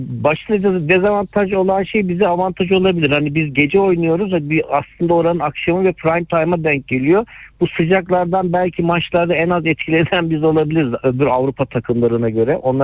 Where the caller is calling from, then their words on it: Istanbul, Turkey; Bahçeşehir'den.